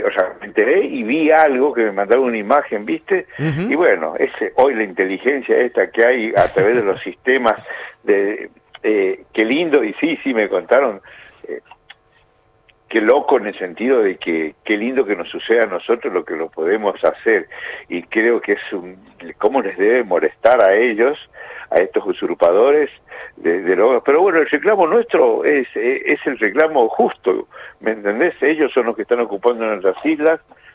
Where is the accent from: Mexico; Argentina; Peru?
Argentina; me emociona como argentino, como veterano, como hincha